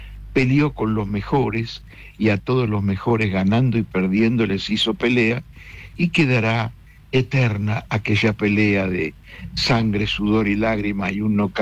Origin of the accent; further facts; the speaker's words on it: Mercedes, Argentina; Yo escuchaba en Mercedes, mi ciudad natal